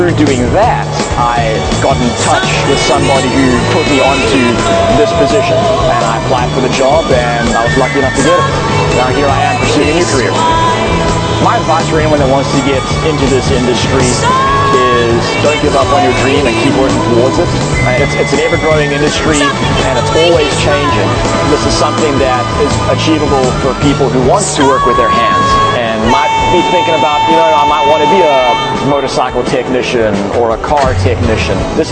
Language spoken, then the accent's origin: English; South Africa; now in United States; I was born and raised in South Africa, so I moved to America to attend a well-known technical college that specializes in motorcycles.